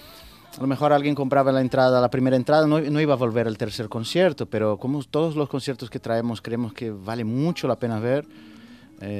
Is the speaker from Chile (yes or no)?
no; Brazil; Spanish is a second language; yo soy sospechoso para hablar sobre eso porque soy brasileño